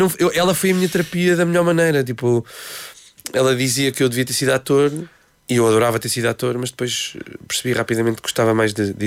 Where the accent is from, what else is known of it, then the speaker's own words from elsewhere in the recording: Coimbra, Centro, Portugal; a minha infância tardia e a minha adolescência foram passadas em Coimbra, que é incrível.